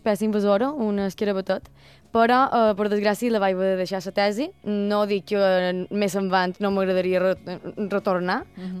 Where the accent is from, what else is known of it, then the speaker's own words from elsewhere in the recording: Manacor, Balearic Islands, Spain; De Manacor, crec que se nota.